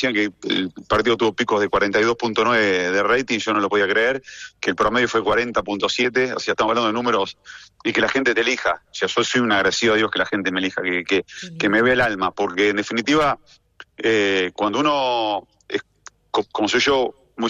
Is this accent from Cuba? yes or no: no; Argentina; Que yo soy argentino, entonces relato como un argentino